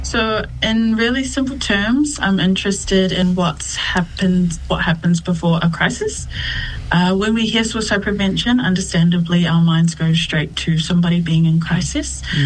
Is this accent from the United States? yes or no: no; Auckland, New Zealand; born there; I am a second-generation Aotearoa-born Samoan. I am from the villages of Lanomanu, Asanga, Vaimoso, Sapunawa, and my favorite village of them all, South Auckland.